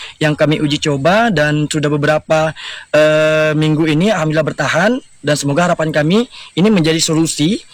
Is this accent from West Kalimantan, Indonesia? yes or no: yes; Kubu Raya, West Kalimantan, Indonesia; desa kami ini bisa dikatakan sudah tidak ada pulau lagi di depannya, sehingga berhadapan langsung dengan pantai.